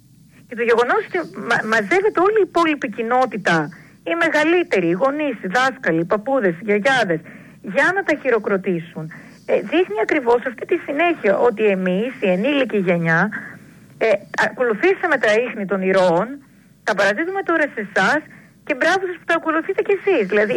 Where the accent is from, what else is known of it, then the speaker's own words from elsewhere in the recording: Greece; και εγώ και εσύ είμαστε Έλληνες.